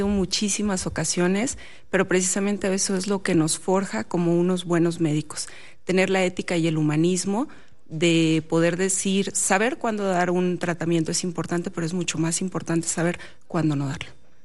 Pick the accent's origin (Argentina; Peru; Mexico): Mexico; Nezahualcóyotl, State of Mexico; Yo soy originaria de Nezahualcóyotl, del Estado de México. Yo siempre le he dicho, es el lugar donde nacen las diosas aztecas. Yo soy una mexicana muy mexicana, muy arraigada a mis raíces, efectivamente, a nuestras tradiciones